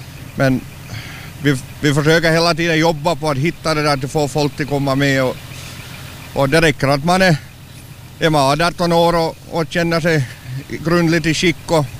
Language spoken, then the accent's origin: Swedish; Houtskär, Southwest Finland, Finland; Jag är hemma från Hotskär egentligen och där är grunderna egentligen och där är avståndet ännu längre